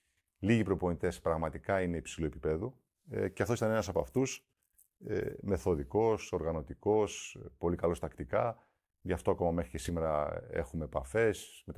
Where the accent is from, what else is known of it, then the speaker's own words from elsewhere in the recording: Katerini, Central Macedonia, Greece; also born or lived in Germany; ειδικά η καταγωγή μου που είναι από την Κατερίνη